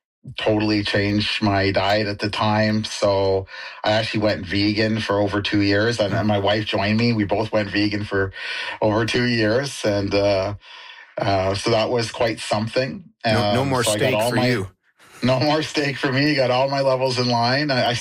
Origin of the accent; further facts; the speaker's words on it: Maple Ridge, British Columbia, Canada; And I was like, I'm from Maple Ridge and stuff like that.